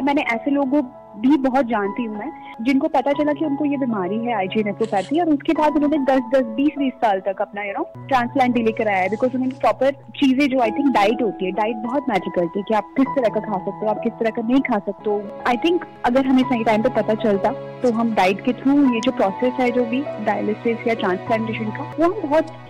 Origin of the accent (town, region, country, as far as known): Assam, India; born there; now in Bangalore, India